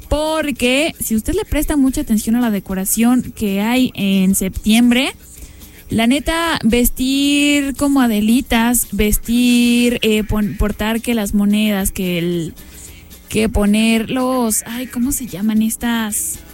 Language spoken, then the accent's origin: Spanish; Mexico